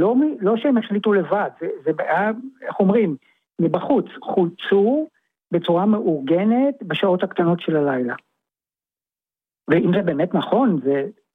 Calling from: Herzliya, Tel Aviv District, Israel

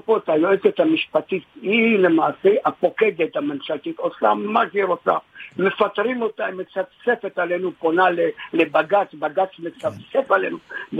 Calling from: Tel Aviv, Tel Aviv District, Israel; מתל אביב.

